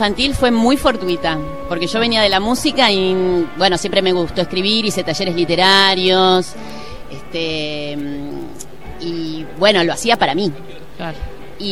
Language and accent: Spanish; Buenos Aires, Argentina; also born or lived in Tucumán; nací en Tucumán, pero al toque me fui a vivir a Buenos Aires. Y pero a mí me encanta decir que soy tucumana y es verdad que soy.